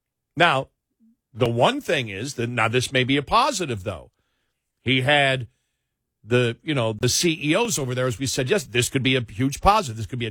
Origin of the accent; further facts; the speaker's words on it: United States; And I'm from States.